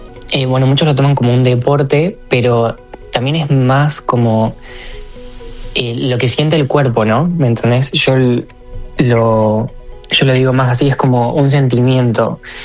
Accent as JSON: {"language": "Spanish", "region": "Córdoba", "country": "Argentina", "tie": "born or raised there", "said": "en la ciudad de Córdoba, capital, mi ciudad natal."}